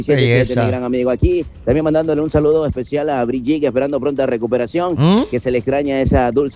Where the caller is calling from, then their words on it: Portoviejo, Manabí, Ecuador; desde la capital de los manavitas. Desde Puerto Viejo